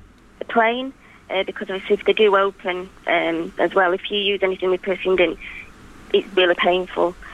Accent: Yorkshire and the Humber, United Kingdom; I come from Exeter, close to Doncaster.

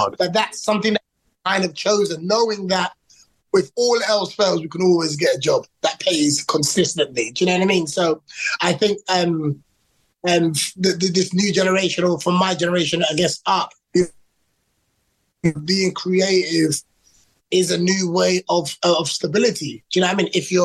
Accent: London, United Kingdom; born there; My parents are Ghanaian. I was born in London. I was actually in foster care from 5 to about 16, I think, and raised by Caribbean parents.

